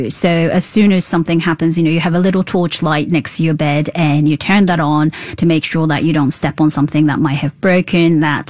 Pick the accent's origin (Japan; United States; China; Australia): Japan; I remember growing up in Japan, even as a kid